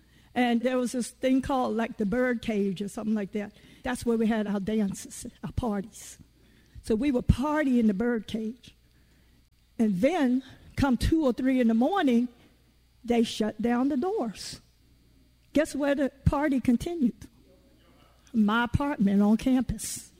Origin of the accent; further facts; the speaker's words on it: Virginia, United States; I'm from Virginia. I was born below the Mason-Dixon line.